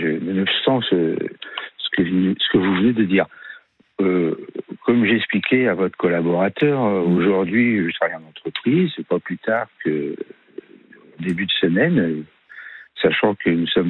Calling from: France

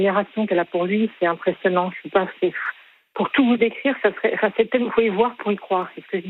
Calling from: Dijon, Bourgogne-Franche-Comté, France

